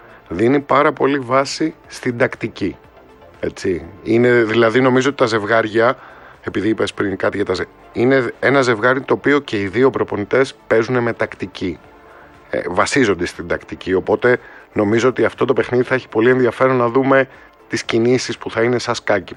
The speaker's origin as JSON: {"language": "Greek", "country": "Greece", "said": "σαν Έλληνες φιλαθλοί"}